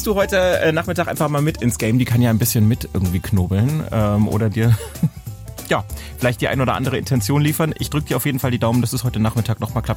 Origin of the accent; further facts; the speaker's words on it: Thuringia, Germany; Dann bin ich ja Thüringer.